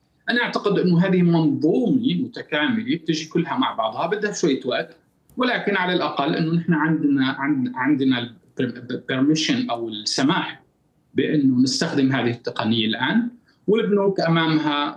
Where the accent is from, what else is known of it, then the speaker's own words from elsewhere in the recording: Syria; فاذا نحن محتاجين اشياء من قبلنا نفسنا كسوريين